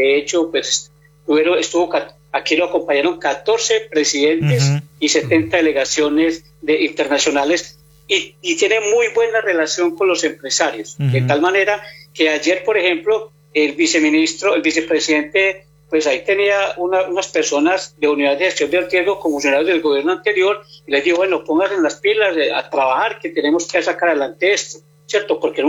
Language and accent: Spanish; Colombia; como periodista de este país, como ciudadano colombiano